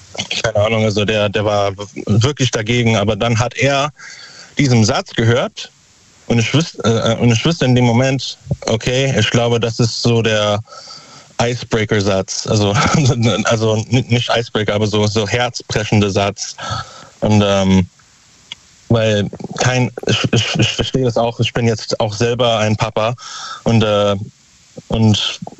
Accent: Überherrn, Saarland, Germany; now in Konz, Germany; Also momentan bin ich gerade in Konz, aber ich komme aus Überherrn.

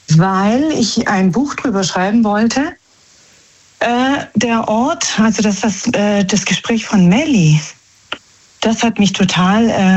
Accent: Italy; now in Germany; Also wir sind eigentlich Italiener, ja, in Deutschland geboren. Also für italienische Familie, und wir haben eigentlich nichts am Hut mit Frankreich.

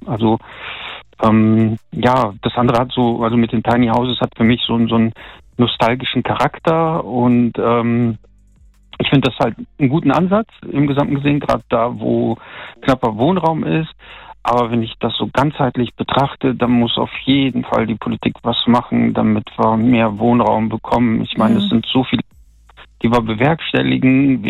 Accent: North Rhine-Westphalia, Germany; ich komme hier aus NRW

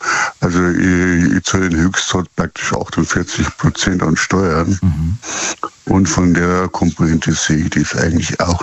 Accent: Rosenheim, Bavaria, Germany

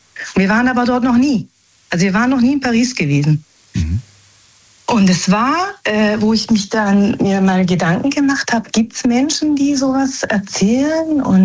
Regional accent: Germany; born there; Also wir sind eigentlich Italiener, ne? Also in Deutschland geboren. Also italienische Familie.

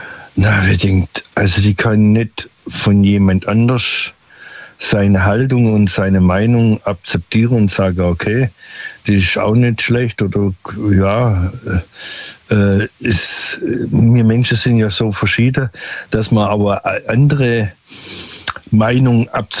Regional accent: Stuttgart, Baden-Württemberg, Germany; Vom Großraum Stuttgart.

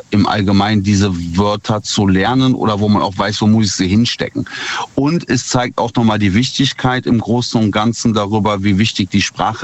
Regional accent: North Rhine-Westphalia, Germany; Ich bin aus der Nähe von Bonn.

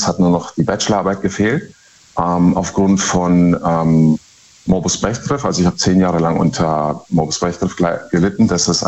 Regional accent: Baden-Württemberg, Germany; Ich bin aus dem Schwarzwald.

